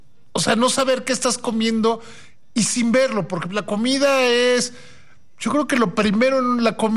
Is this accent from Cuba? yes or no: yes; Cuba